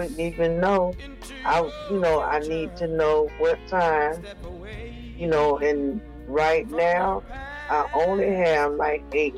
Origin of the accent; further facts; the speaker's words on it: Fort Lauderdale, Florida, United States; I'm from Fort Lauderdale, Florida. Orlando, Florida.